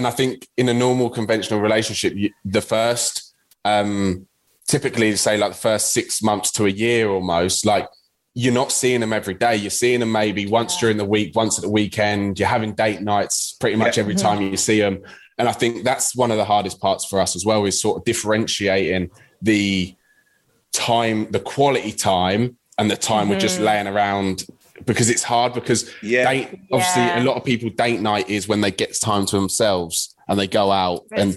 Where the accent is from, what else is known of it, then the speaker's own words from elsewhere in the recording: England, United Kingdom; it was a little bit difficult because Paige is Scottish and I'm English, eh?